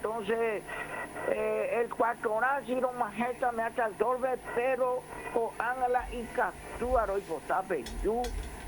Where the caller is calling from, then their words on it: Paso de Patria, Ñeembucú, Paraguay; estamos unidos en Paso de Patria los colorados